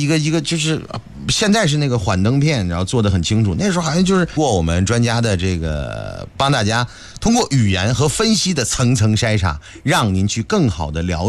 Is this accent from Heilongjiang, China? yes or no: no; Anshan, Liaoning, China; moved away as an adult; now in Nanjing, China; 因为我的家乡在辽宁省的鞍山市，啊，算是一个。老工业基地，重工业基地